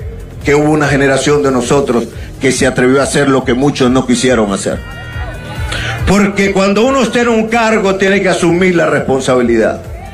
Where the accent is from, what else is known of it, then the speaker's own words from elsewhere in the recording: Honduras; born there; moved away; vengo de las tierras del indómito Cacique Lempira, de la mano de Dios, y gracias a las oraciones de todos ustedes, hoy volví a mi tierra. Qué lindo es estar en la tierra que lo vio uno nacer.